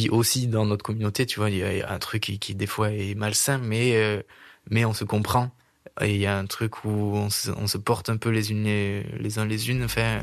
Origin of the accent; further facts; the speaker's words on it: Saint-Santin, Occitanie, France; J'ai grandi à Saint-Santin, enfin, même le hameau Maspourquet, en fait, tu vois, il y a un truc où une personne queer là-bas n'existait pas